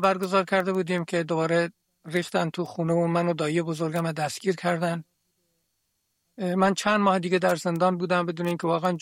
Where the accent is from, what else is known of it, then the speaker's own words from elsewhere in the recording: Kermanshah, Iran; در شهرستان کرمانشاه به دنیا آمدم، در همونجا درس خواندم، دیپلمم رو در همون شهر گرفتم.